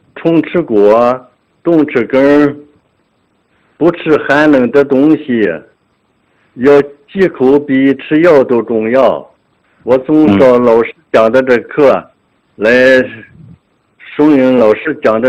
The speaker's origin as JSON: {"language": "Chinese", "town": "Yicheng", "region": "Shanxi", "country": "China", "said": "我是山西省翼城县临汾市人。"}